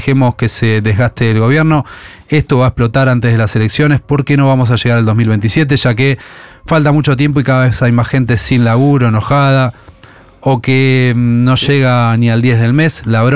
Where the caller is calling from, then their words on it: Córdoba, Argentina; de Córdoba